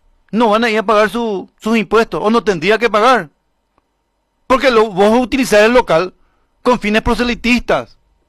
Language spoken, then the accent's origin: Spanish; Paraguay